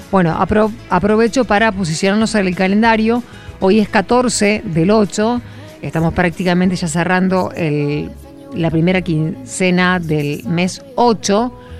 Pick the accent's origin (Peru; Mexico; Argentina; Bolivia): Argentina; No solamente yo lo digo yo como periodista, sino como argentina, como ciudadana.